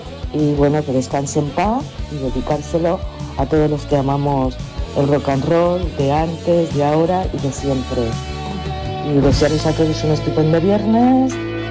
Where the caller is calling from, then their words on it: Alicante, Valencian Community, Spain; de Alicante.